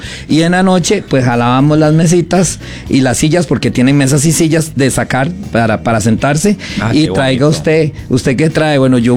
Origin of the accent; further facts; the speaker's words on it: Costa Rica; en pelota como ticos todavía más